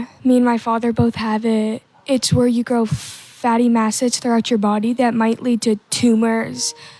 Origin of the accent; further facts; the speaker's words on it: Urbandale, Iowa, United States; Urbandale, Iowa.